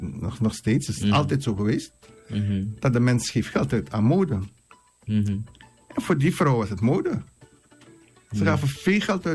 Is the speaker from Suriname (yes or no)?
yes; Suriname; also born or lived in Netherlands; ik ben een trotse Surinamer.